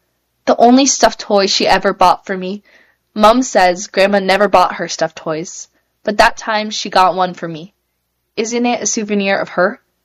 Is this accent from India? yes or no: yes; India; also born or lived in Korea; now in Canada; I was born in Korea, spent much of my childhood in India, and now study in Canada.